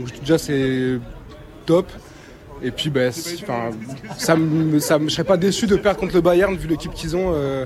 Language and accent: French; France; Bon, même si on est français, ça fait quand même du mal qu'il soit contre le PSG ce soir